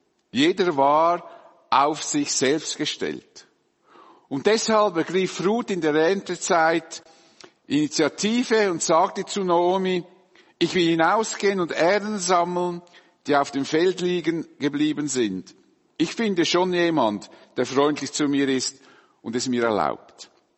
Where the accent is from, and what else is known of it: Dietikon, Zurich, Switzerland; born or raised there